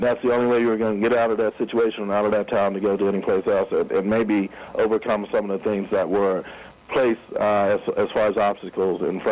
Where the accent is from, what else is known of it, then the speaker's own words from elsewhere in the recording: Uniontown, Pennsylvania, United States; Best little community, I tell you, was during the time that I grew up in Uniontown, you know, it was a Leave It to Beaver type of community.